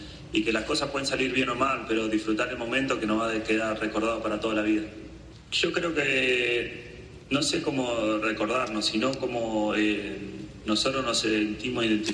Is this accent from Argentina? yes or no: yes; Argentina; quiero que nos recuerden como cualquier argentino, que somos trabajadores, que nunca nos damos por vencidos